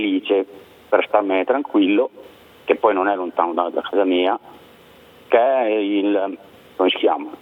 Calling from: Genoa, Liguria, Italy; da Genova.

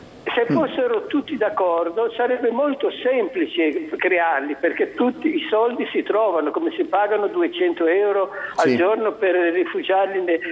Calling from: Genoa, Liguria, Italy; Genova, io sono genovese

